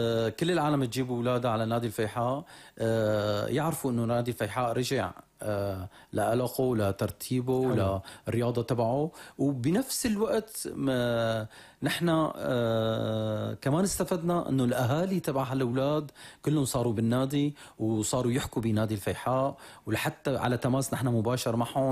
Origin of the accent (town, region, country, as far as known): Syria